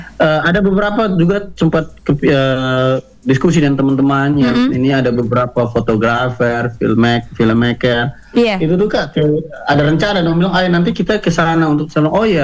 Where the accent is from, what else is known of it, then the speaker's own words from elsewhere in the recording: East Nusa Tenggara, Indonesia; kami membawa cerita dari Ponu, dari kampung kami.